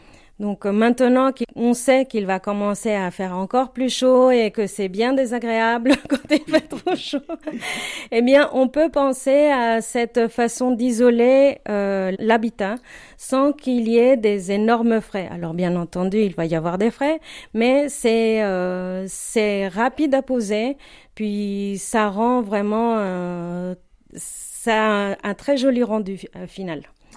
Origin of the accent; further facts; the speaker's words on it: Morelos, Mexico; French is a second language; moved away; alors moi, je viens de Morelos, qui est un état au centre du Mexique.